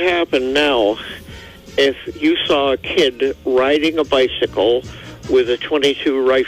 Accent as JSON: {"language": "English", "town": "North Bay", "region": "Ontario", "country": "Canada", "tie": "born or raised there", "said": "In North Bay."}